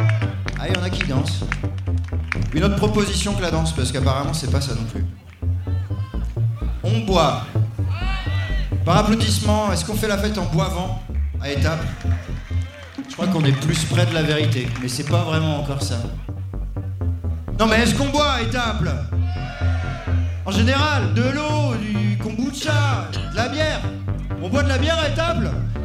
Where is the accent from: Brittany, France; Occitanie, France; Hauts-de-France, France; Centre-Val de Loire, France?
Hauts-de-France, France; Ce qui se fait de mieux à Lille, en tout cas. Ouais, je viens du Nord.